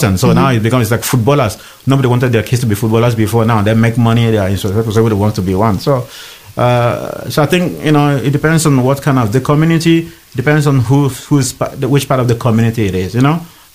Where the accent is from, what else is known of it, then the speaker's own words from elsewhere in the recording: Nigeria; also born or lived in South Africa; So, but I'm still a Nigerian, and South African, so it affects a lot of things.